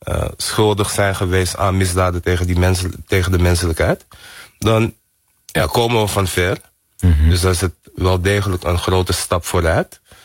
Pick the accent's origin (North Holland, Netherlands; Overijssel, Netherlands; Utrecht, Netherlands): North Holland, Netherlands; Amsterdam; Omdat ik ben hier geboren en getogen in Amsterdam, in Nederland. Maar ja, ik woonde wel in een hele Surinaamse omgeving.